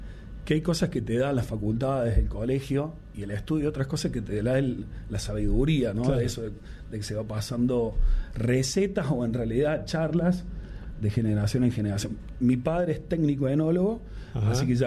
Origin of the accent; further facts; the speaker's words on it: Colonia Caroya, Córdoba, Argentina; born there; soy nacido de Carolla, vivo en Carolla.